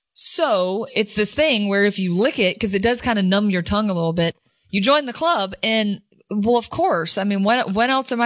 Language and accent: English; Birmingham, Alabama, United States; also born or lived in New Jersey; I wasn't born in Birmingham. I was born in New Jersey, but pretty much, I mean, I lived here all my life, grew up here.